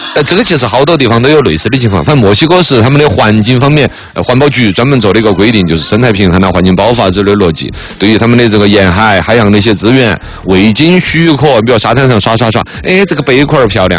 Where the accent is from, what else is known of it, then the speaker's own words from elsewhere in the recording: Chengdu, Sichuan, China; 这个尤其我们成都人哈